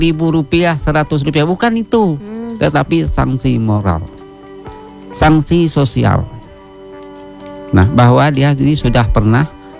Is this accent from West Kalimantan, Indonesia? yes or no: yes; West Kalimantan, Indonesia